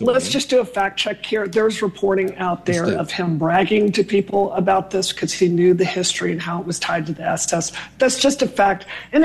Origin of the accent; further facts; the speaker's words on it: Mississippi, United States; I'm from Mississippi, dude.